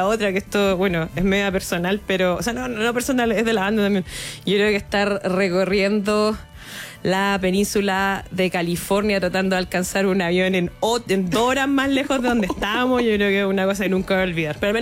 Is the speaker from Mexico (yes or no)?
no; Chile